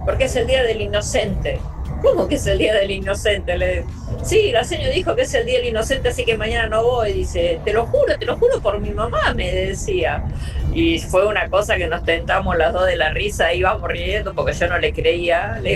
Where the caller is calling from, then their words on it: Libertad, Buenos Aires Province, Argentina; de Libertad Merlo